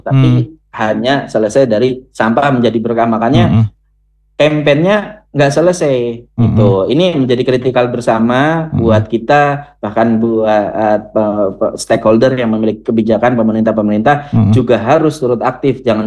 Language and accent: Indonesian; Central Java, Indonesia; accent: Javanese Ngapak; Kita wong Jawa Tengah ngomongnya Jowo